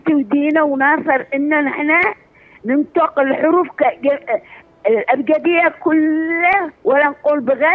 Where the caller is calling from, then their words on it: Aden, Yemen; accent: Adeni; ونحن الحمد لله عدانية 100%